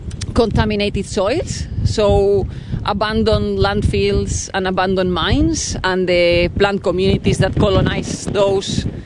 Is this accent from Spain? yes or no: yes; Madrid, Community of Madrid, Spain; English is a second language; moved away as an adult; now in Christchurch, New Zealand; Yes, I grew up in Madrid. Very big city compared with Christchurch.